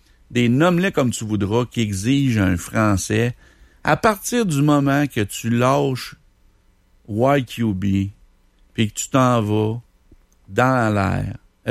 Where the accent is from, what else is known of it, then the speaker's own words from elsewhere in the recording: Trois-Rivières, Quebec, Canada; Moi, je viens de Trois-Rivières. Puis moi, j'ai appris français. C'est français. Au Canada, c'est bilingue.